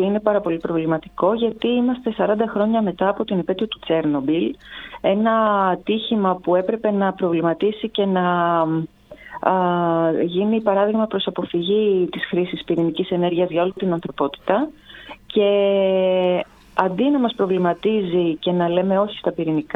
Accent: Piraeus, Attica, Greece; now in Volos, Greece; εγώ είμαι από τον Πειραιά και οι σχέσεις μου δεν έχουν σταματήσει με την περιοχή μου

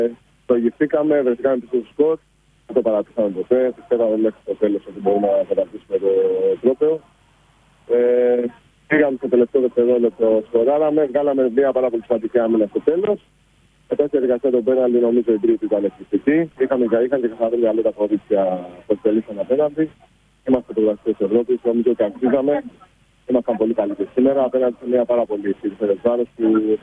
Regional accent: Greece; σαν λαός, σαν Έλληνες θα έλεγα εγώ.

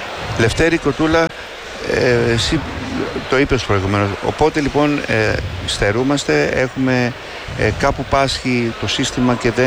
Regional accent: Kasos, South Aegean, Greece; Εγώ είμαι από την Κάζο

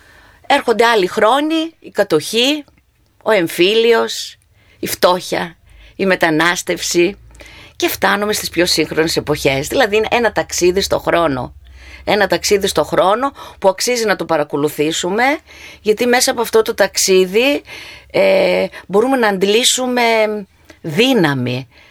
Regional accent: Mantamados, North Aegean, Greece; born there; moved away; Για μένα είναι ο γενέθλιος τόπος μου. Παρόλο που ζω πολλά χρόνια μακριά από το νησί

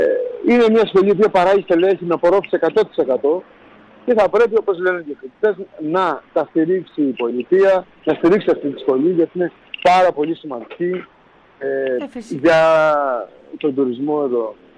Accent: Greece; εμείς ως Έλληνες θα ανεχόμαστε γιατί είμαστε δίπλα από το σπίτι μας

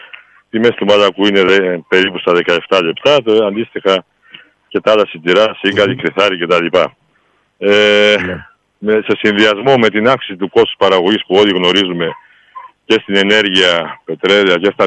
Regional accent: Pentavryso, Greece; και ειδικά στο Πεντάβρυσο που είναι το χωριό μου, οι εκτάσεις εξαιρικές είναι 99%

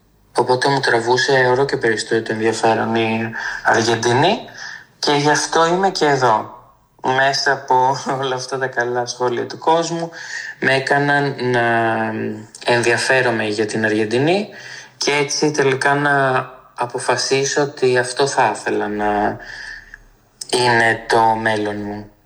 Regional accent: Greece; moved away; τους φαίνεται περίεργο πως ένας Έλληνας από τον υποτιθέμενο πρώτο κόσμο να έρχεται σε μια χώρα που θεωρείται του τρίτου κόσμου

